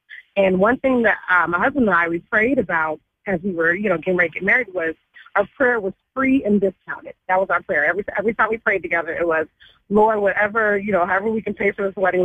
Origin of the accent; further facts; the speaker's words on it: Nigeria; my parents did not agree with it because I'm from the Nigerian, you know, culture, and they were like, he's not Nigerian